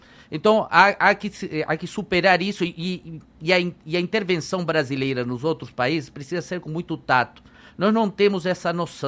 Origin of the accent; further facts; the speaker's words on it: Brazil; o Brasil não é a Alemanha, nós não somos alemães